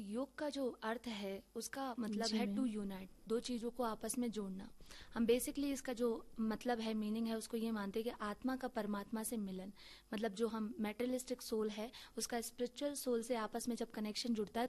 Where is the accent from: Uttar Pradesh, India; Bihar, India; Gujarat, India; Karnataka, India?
Uttar Pradesh, India; Agra; now in Kargil, India; मैं आगरा उत्तर प्रदेश से आती हूँ